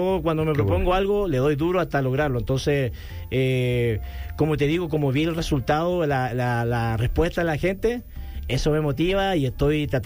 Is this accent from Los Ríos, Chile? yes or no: no; Viña del Mar, Valparaíso, Chile; now in Los Angeles, United States; yo crecí en Chile, pero he vivido la mayor parte de mi vida en Los Ángeles, en California.